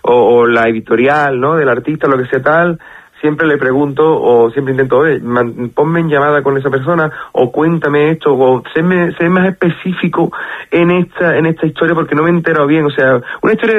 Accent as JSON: {"language": "Spanish", "town": "Cádiz", "region": "Andalusia", "country": "Spain", "said": "mi tierra, de Cádiz"}